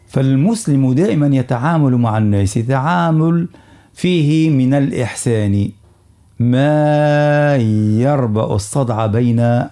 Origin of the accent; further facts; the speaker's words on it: Tunisia; عندنا في تونس